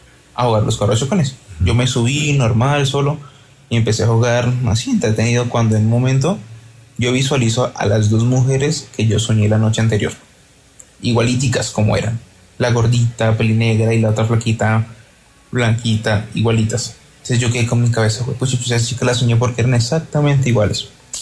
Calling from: Bogotá, Colombia; En este momento me encuentro en Bogotá

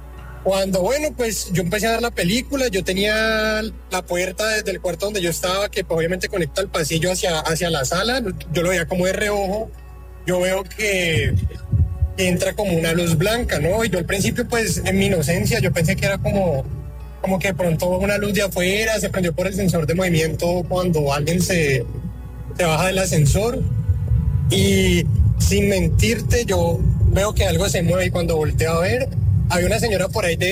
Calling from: Cali, Valle del Cauca, Colombia; Parce, desde Cali.

